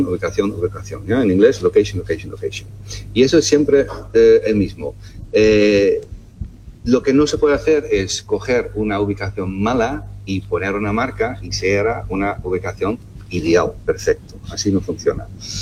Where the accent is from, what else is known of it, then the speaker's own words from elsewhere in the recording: Netherlands; Spanish is a second language; moved away as an adult; now in Andalusia, Spain; yo llego aquí a España hace 26 años … soy de Holanda, y ya me siento muy andaluz